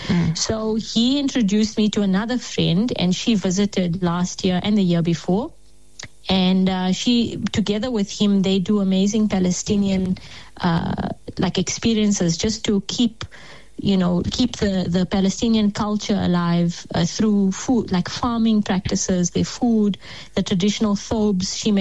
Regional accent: South Africa; being South African now with, you know, with all the court case and all of those things that, you know, they associate South Africans with.

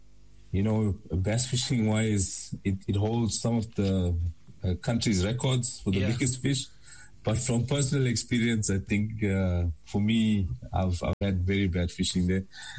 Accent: KwaZulu-Natal, South Africa; the Tugela, you know, which flows through my hometown.

